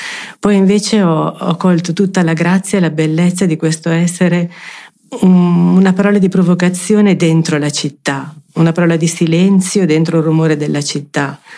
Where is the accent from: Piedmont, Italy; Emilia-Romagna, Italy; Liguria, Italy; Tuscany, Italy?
Piedmont, Italy; Tortona; io sono di Tortona, appena fuori Tortona.